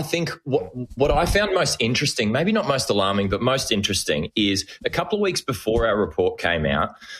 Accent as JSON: {"language": "English", "country": "Australia", "tie": "born or raised there", "said": "My folks were both German, but I am born and bred Aussie."}